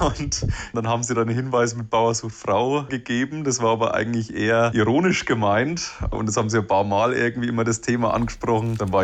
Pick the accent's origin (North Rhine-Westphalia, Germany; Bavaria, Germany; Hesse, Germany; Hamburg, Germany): Bavaria, Germany; Geiselwind; Ich bin Franke durch und durch. Mich verbindet schon sehr viel mit der Heimat und bin da auch sehr stolz drauf, da zu wohnen. Also ich war ja auch zwischenzeitlich mal mehrere Jahre auch mal weg.